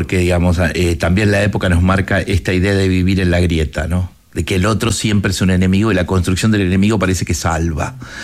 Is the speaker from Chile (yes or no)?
yes; Chile; now in Argentina; Yo también soy chileno. ¿Sí? O sea, yo también soy chileno.